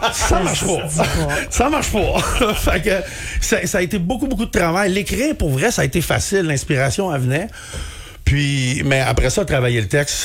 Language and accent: French; Quebec, Canada; moi, en plus, moi, je suis un Québécois, hein